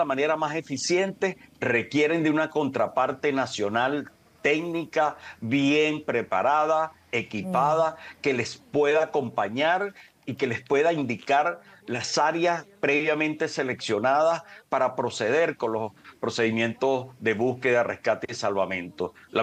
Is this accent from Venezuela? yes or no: yes; Venezuela; les agradecemos como venezolanos